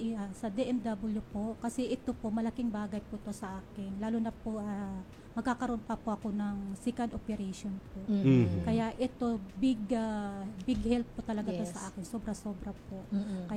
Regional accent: Caloocan, Metro Manila, Philippines; Taga ano po ako, sa May Pao po.

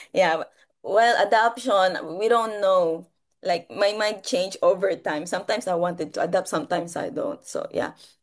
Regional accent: Philippines; first language Filipino; English is a second language; When I am child, I already learn easily my mother tongue, of course, because it's Filipino. I grow with the Filipino people, like Filipino family who speaks Filipino. And like at this moment, once I move in the Netherlands, I have to learn their language

